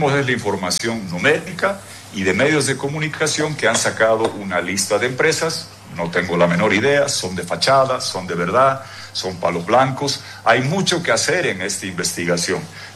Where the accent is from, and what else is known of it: Bolivia